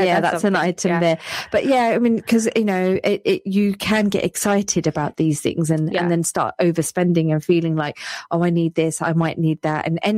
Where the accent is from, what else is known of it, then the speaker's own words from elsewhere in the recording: London, United Kingdom; when I grew up in London, so whenever I took the train, I was always hopping on and off the trains in different stations.